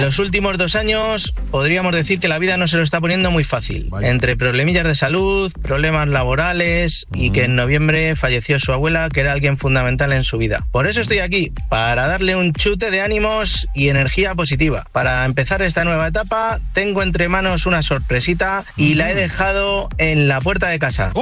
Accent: Madrid, Community of Madrid, Spain

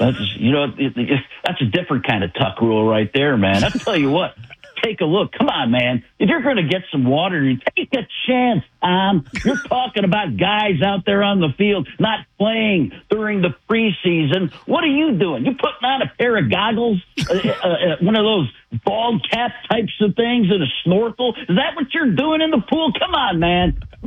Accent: Waukesha, Wisconsin, United States; And I grew up in Waukesha. That's like, you know, just a little bit down the road.

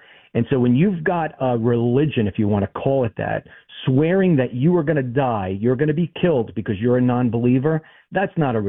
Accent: New York, United States; moved away as an adult; now in South Florida, United States; as a New Yorker for 50 of my 57 years

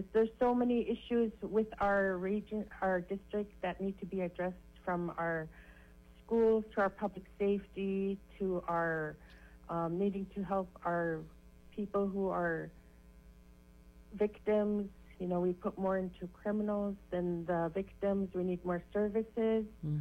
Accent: Toksook Bay, Alaska, United States; I come from Tuxuk Bay, and I would be humbled to have your support.

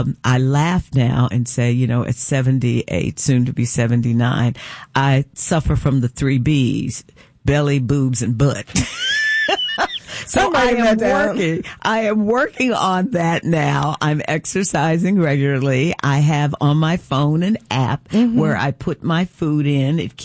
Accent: Louisville, Kentucky, United States; So, you know, I grew up in Smoketown in Louisville, Kentucky.

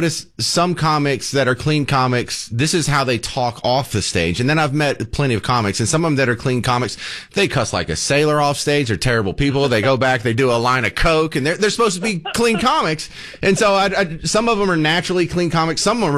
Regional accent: Texas, United States; because we're from Texas, and I go work in New York.

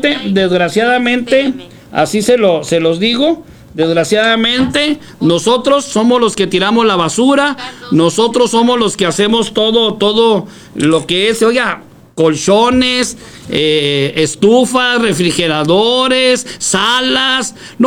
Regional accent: Ciudad Juárez, Chihuahua, Mexico; also born or lived in Mexico City; Ni yo no nací en Juárez, señores, yo nací en México, aquí me crié.

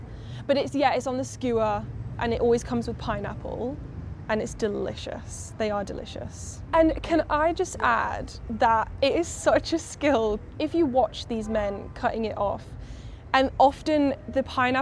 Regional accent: United Kingdom; moved away as an adult; now in Mexico; But for me as a British person

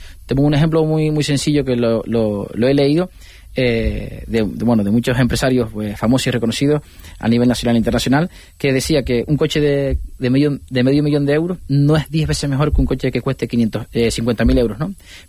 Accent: La Palma, Canary Islands, Spain; somos de La Palma

